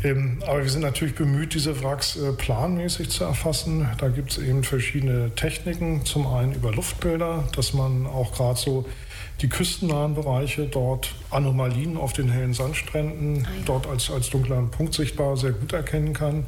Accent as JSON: {"language": "German", "area": "Rügen", "region": "Mecklenburg-Vorpommern", "country": "Germany", "tie": "born there", "said": "ich bin auf der Insel Rügen geboren"}